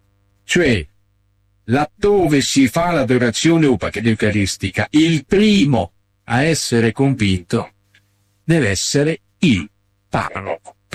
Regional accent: Bologna, Emilia-Romagna, Italy; Siccome sono bolognese, mi picco di dire che c'è qualcosa di buono anche a Bologna.

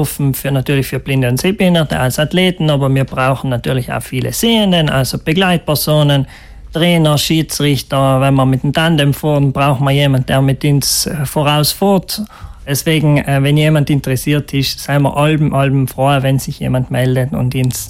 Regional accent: Trentino-Alto Adige, Italy; Also nächstes Jahr sind wir Südtiroler wieder dran, es zu organisieren.

